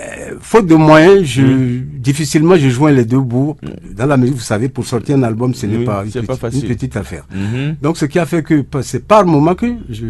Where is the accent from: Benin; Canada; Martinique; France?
Benin; Savalou, Collines; Je suis originaire de Savalou.